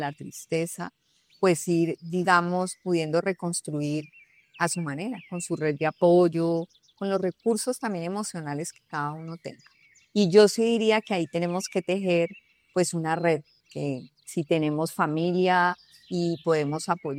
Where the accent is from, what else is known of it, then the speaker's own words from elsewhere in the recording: Colombia; nosotros, digamos como colombianos, como pueblo que somos, también tenemos una capacidad de resiliencia muy grande.